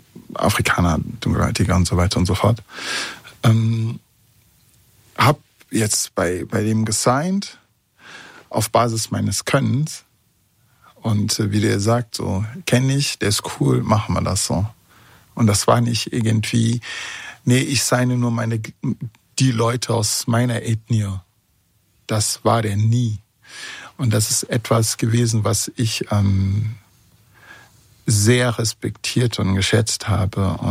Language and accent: German; Bonn, North Rhine-Westphalia, Germany; was mich A als Bonner, B als Freund und C als Gleichgesinnter hinsichtlich der Haltung dann halt auch irgendwo stolz gemacht hat